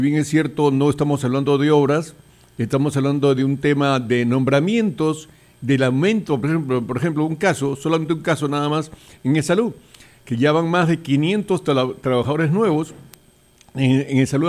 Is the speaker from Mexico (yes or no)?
no; Lima, Peru; born there; Yo soy limeño, nací en Punta Negra.